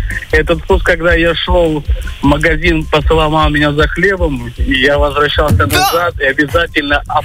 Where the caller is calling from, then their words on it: Krasnodar, Krasnodar Krai, Russia; Город Краснодар